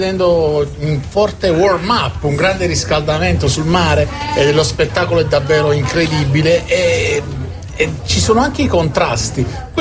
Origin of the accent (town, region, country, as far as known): Naples, Campania, Italy